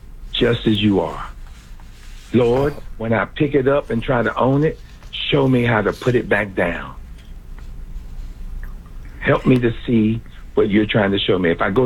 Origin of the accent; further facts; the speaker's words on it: North Carolina, United States; I said ain't because I'm from North Carolina